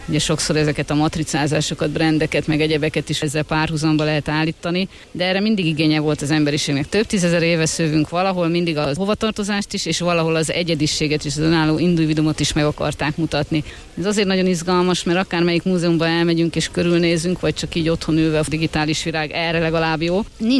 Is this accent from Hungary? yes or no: yes; Somogy, Hungary; én somogyi vagyok